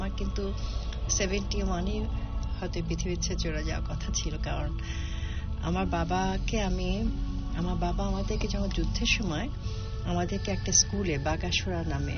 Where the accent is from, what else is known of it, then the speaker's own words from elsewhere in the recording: Shahji Bazar, Sylhet Division, Bangladesh; also born or lived in Kaptai / Khulna; আমি আমার দেশ খুলনায়, আমার জন্ম হচ্ছে কাপ্তাই, আমার বেড়ে ওঠা সিলেট শাহজী বাজার। কাপ্তাইতে 1965 আমার জন্ম